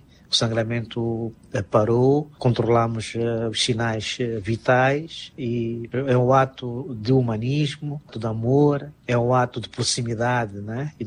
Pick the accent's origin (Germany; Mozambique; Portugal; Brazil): Mozambique; e isto nos orgulha como moçambicanos.